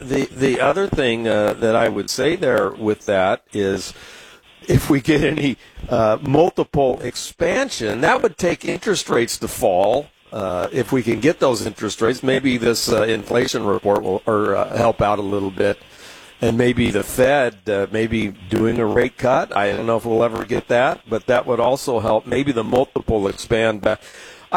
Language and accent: English; San Diego, California, United States; accent: San Diego; Well, I don't have much of a Vermont accent. I'm from Southern California with a San Diego accent, if there is such a thing.